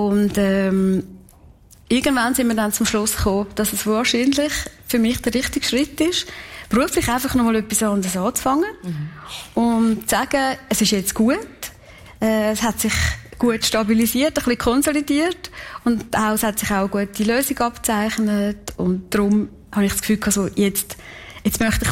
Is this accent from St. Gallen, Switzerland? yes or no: yes; Kaltbrunn, St. Gallen, Switzerland; born or raised there